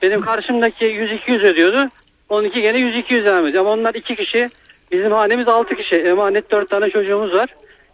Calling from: Denizli, Turkey; abi, Deniz'den arıyorum.

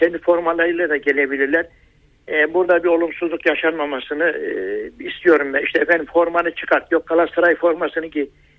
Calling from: Sakarya, Turkey; ben Sakarya'dan.

